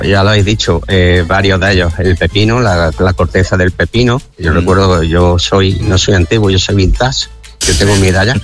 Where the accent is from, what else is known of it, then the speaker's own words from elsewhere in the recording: Córdoba, Andalusia, Spain; Y después, otro año, como yo soy de Córdoba, lógicamente, ¿quién no tiene un apartamentito o un pisito en la playita